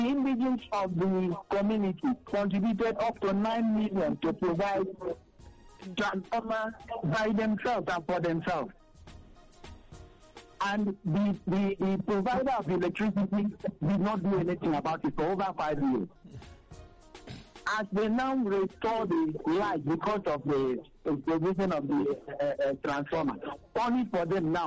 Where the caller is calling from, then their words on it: Lagos, Nigeria; I'm calling from Lagos.